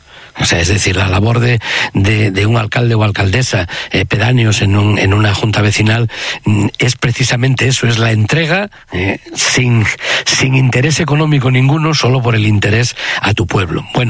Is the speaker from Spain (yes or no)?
yes; El Bierzo, Castile and León, Spain; para mí, que soy del Bierzo